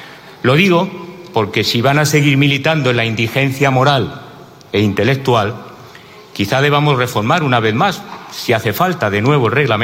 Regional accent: Granada, Andalusia, Spain; en mi tierra en Granada

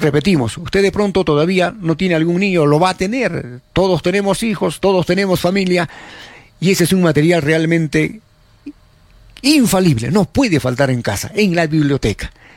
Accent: Arequipa, Peru; Somos arequipeños, ¿correcto?

